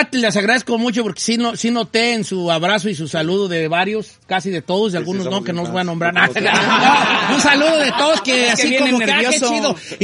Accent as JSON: {"language": "Spanish", "region": "Guanajuato", "country": "Mexico", "said": "Dile que, pero tú no sabes conquistar, yo también soy de Guanajuato."}